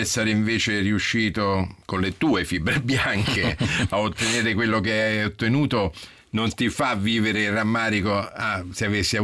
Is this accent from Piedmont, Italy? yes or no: no; Sulmona, Abruzzo, Italy; sono di Sulmona.